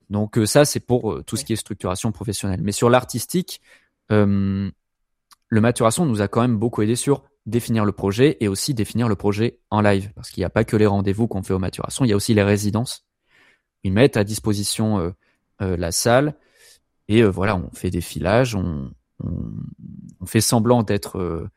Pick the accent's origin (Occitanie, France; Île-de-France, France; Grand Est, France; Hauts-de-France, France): Occitanie, France; Montpellier; Donc … et moi, on est de Montpellier.